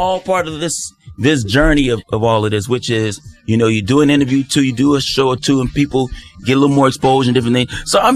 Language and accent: English; Los Angeles, California, United States; LA. I'm from South Central LA.